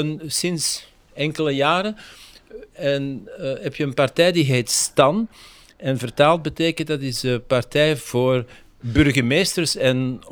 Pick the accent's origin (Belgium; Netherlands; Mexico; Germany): Belgium; now in Czech Republic